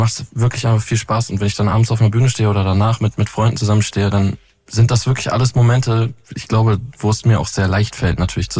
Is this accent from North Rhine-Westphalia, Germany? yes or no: yes; Vlotho, North Rhine-Westphalia, Germany; ich komme aus Ostwestfalen, ich bin gerne mit beiden Füßen am Boden.